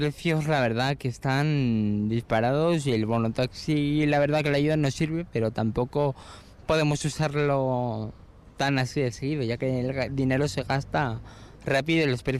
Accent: Basque Country, Spain; porque claro, yo soy de Salburua, he ido pidiendo a la gente que firmen

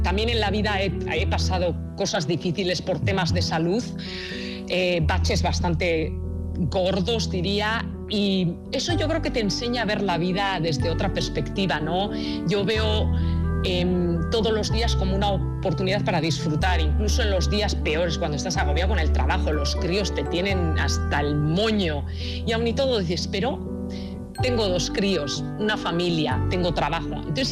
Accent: Basque Country, Spain; moved away as an adult; now in Australia; no puedo estar en fiestas de mi pueblo todos los años, no, llevo 19 años sin ir a las fiestas del Azcao

